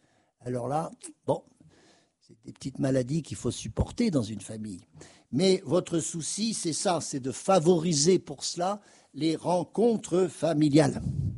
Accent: France

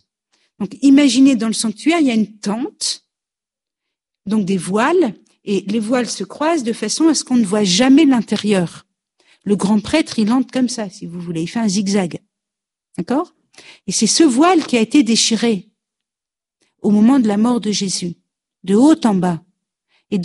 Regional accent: France; chez nous en France

